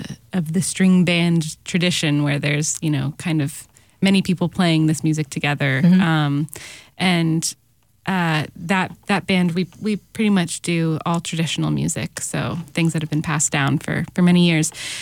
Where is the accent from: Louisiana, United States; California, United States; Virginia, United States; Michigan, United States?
Virginia, United States; Lexington; now in Durham, United States; I grew up in Lexington, Virginia, which is about 3.5 hours from Durham.